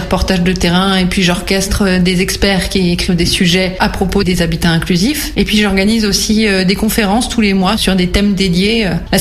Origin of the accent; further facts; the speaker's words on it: Grand Est, France; now in Dijon, France; Alors, je suis Lorraine. Dijon, c'est toujours pas complètement ma ville. La Lorraine reste vraiment chez moi. Mais pour autant, je me suis fait une belle vie ici